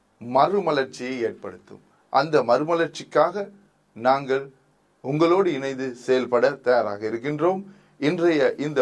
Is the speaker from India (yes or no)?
no; Sri Lanka